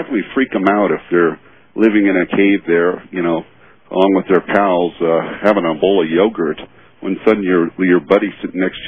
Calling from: Denver, Colorado, United States; from Denver.

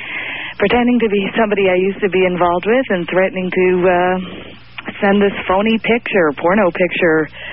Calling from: California, United States; I'm calling from Southern California.

